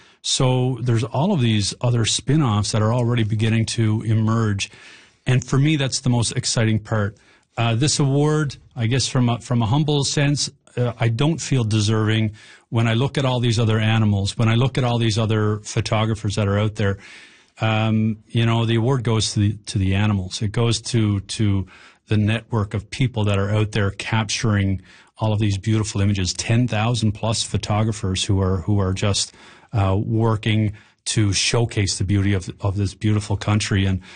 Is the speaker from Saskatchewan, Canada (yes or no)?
no; Newfoundland and Labrador, Canada; I grew up on the Smallwood Reservoir fishing in that area and seeing just how much land was flooded